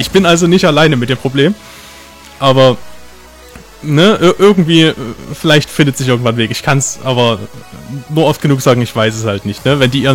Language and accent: German; eastern Germany, Germany; Ist schwierig, als Ostdeutscher auszusprechen.